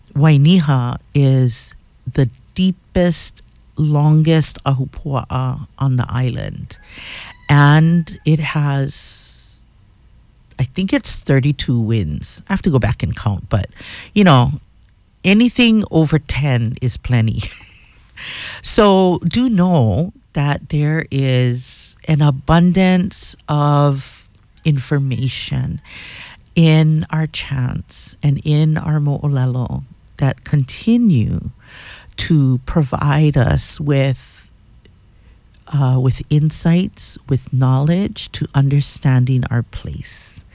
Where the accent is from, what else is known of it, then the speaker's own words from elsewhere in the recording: Anahola, Hawaii, United States; And I'm born and raised in Anahola, I still live there today.